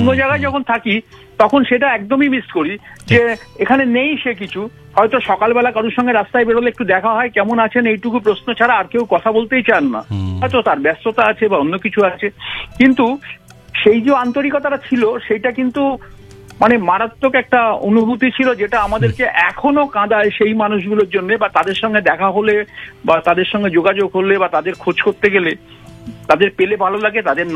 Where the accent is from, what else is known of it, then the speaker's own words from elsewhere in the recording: Kolkata, West Bengal, India; School life এর পরে college life এগুলোতে প্রচন্ড ভাবে আমরা আড্ডা মেরেই বড় হয়েছি উত্তর পূর্ব কলকাতায়, এবং সেটাকে আমি এখনো মিস করি, মারাত্মক ভাবে মিস করি।